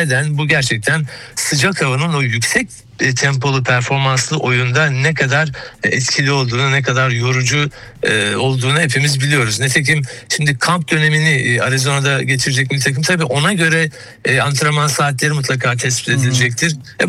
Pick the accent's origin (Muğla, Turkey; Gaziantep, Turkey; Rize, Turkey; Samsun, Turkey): Samsun, Turkey; Tabii ben bir de Samsunluyum yani. Ben çocukluğumdan beri ve Samsun Spor maçlarını hep stadyumda canlı canlı izlemiş, destek vermiş bir insan.